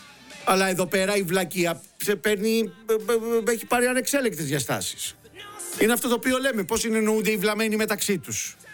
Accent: Peloponnese, Greece; Στη Λακωνία τώρα στα μέρη μου

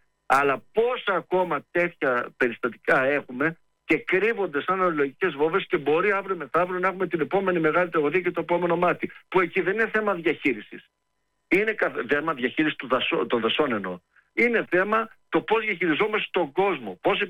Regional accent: Lemnos, North Aegean, Greece; γιατί κατάγομαι από τη Λίμνο. Είχαμε μια πυρκαγιά στη Λίμνο.

